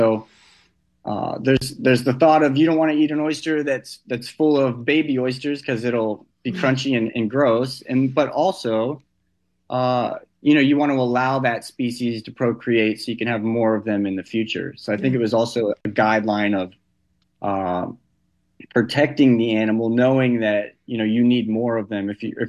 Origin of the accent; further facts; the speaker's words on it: Texas, United States; I'm from Texas originally, and I'll go back to visit my parents